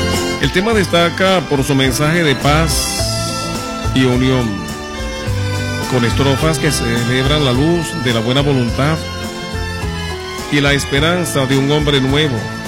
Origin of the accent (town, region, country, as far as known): Venezuela